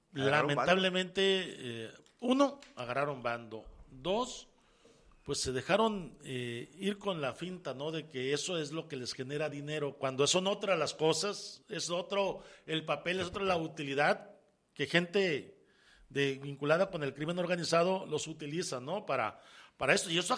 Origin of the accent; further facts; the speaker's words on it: Sinaloa, Mexico; Y eso del sombrero es un mensaje para quienes somos sinaloenses y conocemos, por lo menos de lejecitos, ¿no?